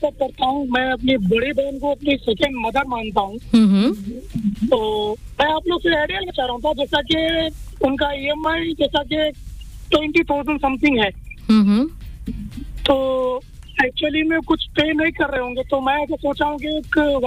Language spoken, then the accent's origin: Hindi; Hyderabad, Telangana, India; जैसे मैं किंगडम से आता हूँ Hyderabad you know Nizam state, तो वहाँ पर भी काफी सारे हम लोग का था